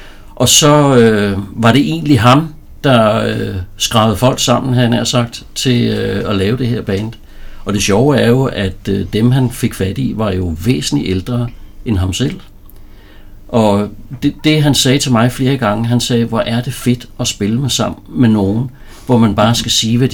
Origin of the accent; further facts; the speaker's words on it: Rødovre, Capital Region of Denmark, Denmark; now in Frederikssund, Denmark; det startede jo i Frederikssund, hvor jeg kommer fra. Udover jeg kommer fra Rødovre, så har jeg boet i Frederikssund i mange år efterhånden.